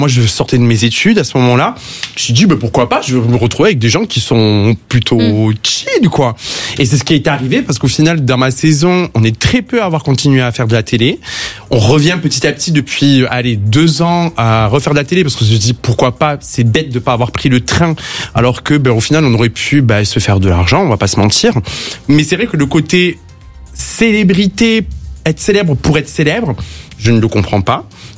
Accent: Lourdes, Occitanie, France; moi je viens de Lourdes

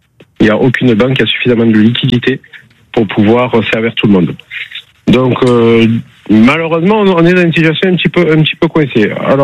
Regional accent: Gassin, Provence-Alpes-Côte d'Azur, France; De Gassin dans le Var.

